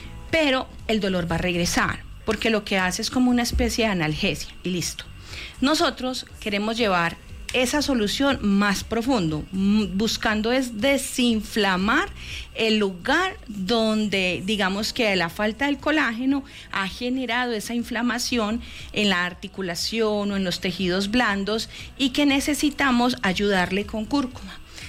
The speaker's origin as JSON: {"language": "Spanish", "country": "Colombia", "said": "Pero seguimos insistiendo en que todos somos colombianos, todos."}